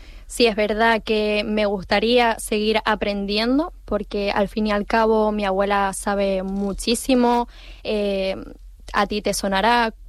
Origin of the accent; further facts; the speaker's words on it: San Juan de la Rambla, Canary Islands, Spain; ¿de dónde eres? Pues mira, del municipio de San Juan de la Rambla.